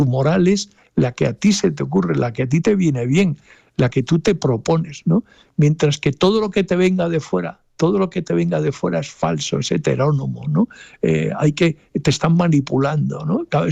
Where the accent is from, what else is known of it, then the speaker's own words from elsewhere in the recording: Cádiz, Andalusia, Spain; vete tú a mi tierra a decirle a un gaditano que hay que vivir por el deber, ¿no?